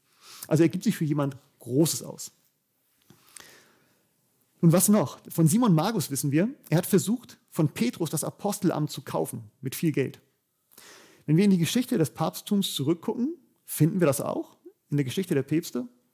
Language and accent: German; Bavaria, Germany; ich komme aus Bayern